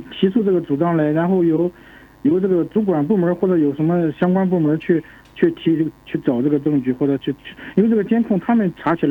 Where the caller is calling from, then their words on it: Shandong, China; 我是山东的哈